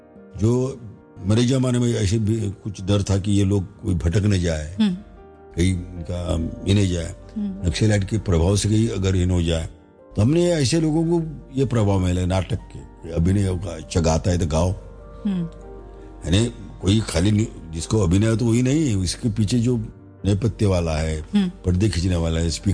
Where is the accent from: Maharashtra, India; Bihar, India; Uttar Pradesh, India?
Maharashtra, India; Chandrapur district; born there; नोरगांव में हुई, चंद्रपुर जिले में